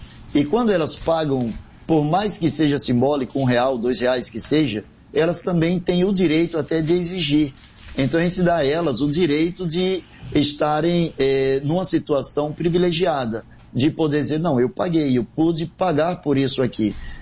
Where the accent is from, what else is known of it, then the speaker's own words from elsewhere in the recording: Aracaju, Sergipe, Brazil; now in Rio de Janeiro, Brazil; De nascença eu sou sergipano, eu sou de Aracaju, mas já moro aqui no Rio de Janeiro há 30, 35 anos.